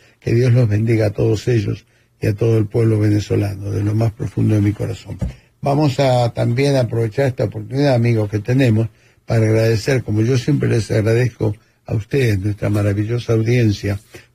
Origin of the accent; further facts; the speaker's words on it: Argentina; Bueno, como argentino no los querría de contrincantes